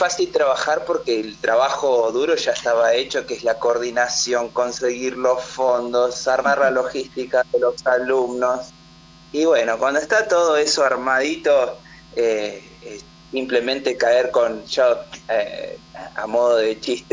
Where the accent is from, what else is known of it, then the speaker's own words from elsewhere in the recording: Neuquén, Argentina; also born or lived in Comodoro Rivadavia / Mar del Plata / Salta / Dolores; Yo nací en Comodoro Rivadavia, después viví mi infancia en Neuquén.